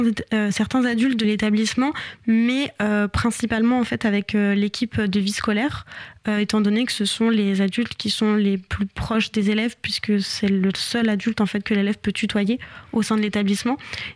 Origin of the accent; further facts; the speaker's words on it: Bourgogne-Franche-Comté, France; moved away; Moi, à la base, je viens donc de Bourgogne